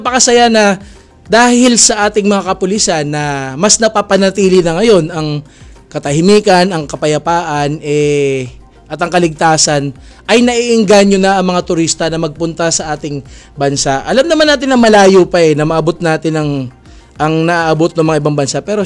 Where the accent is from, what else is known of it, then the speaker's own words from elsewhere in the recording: Olongapo, Central Luzon, Philippines; Kasi ako taga Olonga po ako eh.